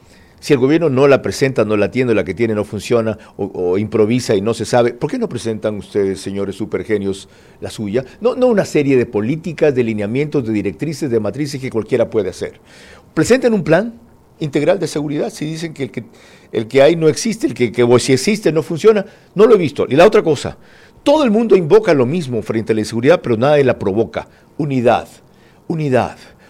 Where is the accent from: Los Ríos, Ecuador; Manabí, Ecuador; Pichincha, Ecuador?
Manabí, Ecuador; hablando sobre mi tierra, Manabí, y dice que es la Sinaloa del Ecuador